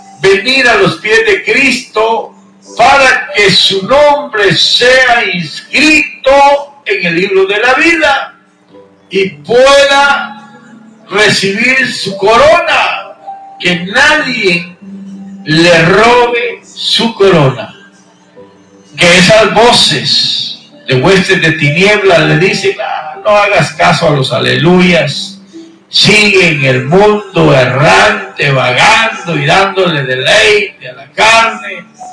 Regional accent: Guatemala; now in Houston, United States; vamos a mandar un cordial saludo hasta Guatemala, mi tierra natal. … viviendo aquí en Houston, Texas

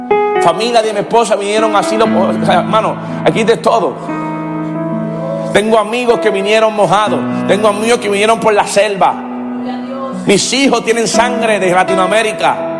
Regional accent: Carolina, Puerto Rico; now in United States; Yo me crié en Carolina, donde la gente de pues, reggaetón era lo más que se escuchaba.

